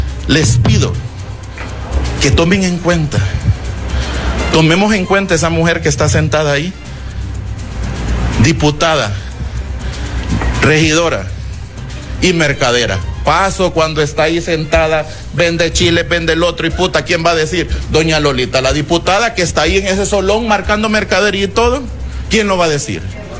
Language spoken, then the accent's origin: Spanish; Olancho, Honduras; Y como olanchanos, todo mundo que sale cuando dice dónde sos, soy de Olancho.